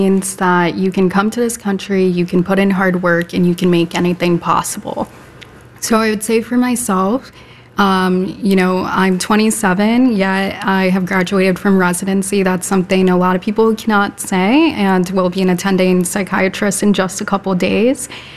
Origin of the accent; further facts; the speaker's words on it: Cleveland, Ohio, United States; also born or lived in Singapore; 27 years old. I don't currently have a political affiliation. I was born in Singapore and came to the States when I was 2.5. I was raised by a single father, had been in Cleveland basically my whole life